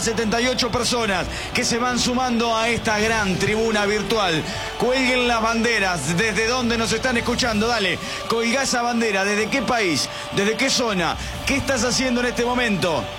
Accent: Arrecifes, Buenos Aires Province, Argentina; desde la ciudad bonaerense de Arrecife. Es un abrazo gigante, es coterráneo mío.

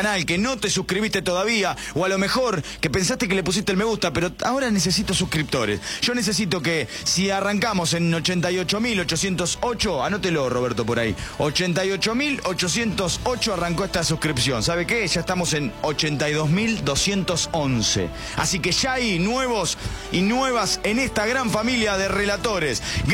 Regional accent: Arrecifes, Buenos Aires Province, Argentina; soy, por ejemplo, de Arrecifes. ¿Habrá gente de Arrecifes donde yo soy nacido y criado también?

